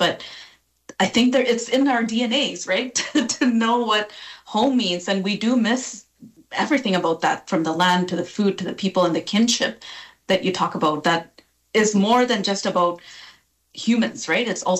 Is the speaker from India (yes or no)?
yes; South India, India; born there; like I think about my childhood. I was born in South India.